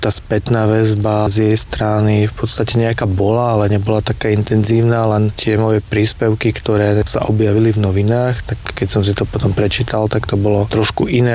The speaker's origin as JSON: {"language": "Slovak", "town": "Prešov", "region": "Prešov Region", "country": "Slovakia", "said": "ja som Prešovčan"}